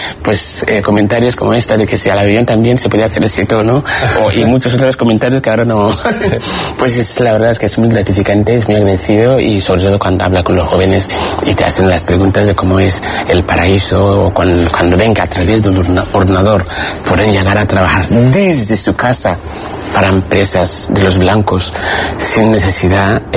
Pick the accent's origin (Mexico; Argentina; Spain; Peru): Peru